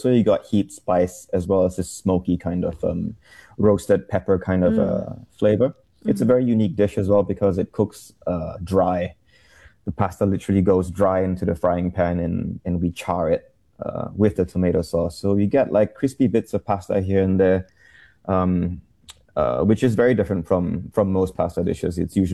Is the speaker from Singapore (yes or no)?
yes; Singapore; because I grew up around Holland Village back in those days, anyway, like many years ago.